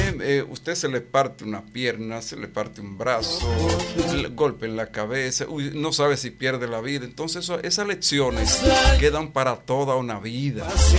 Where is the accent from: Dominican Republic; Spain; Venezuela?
Dominican Republic; Sánchez, Samaná; gente buena de Sánchez, mi tierra, no la niego, y no la niego, mi tierra, Sánchez, pescado, coco, agricultura, ganadería, muelle